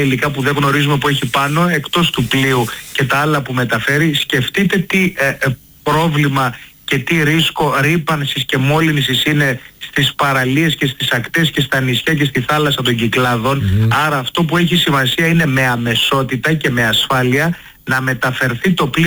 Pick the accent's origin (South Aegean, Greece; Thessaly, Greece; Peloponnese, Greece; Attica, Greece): South Aegean, Greece; Naxos; είμαι και από την Άξο και τότε που θυμάμαι καλά ήμουνα στο δημοτικό